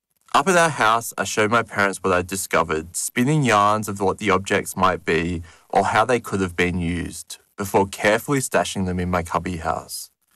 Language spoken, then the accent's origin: English; Boorowa, New South Wales, Australia; It was hard not to be growing up in Borrowa, a small, historic town on the New South Wales southwest slopes.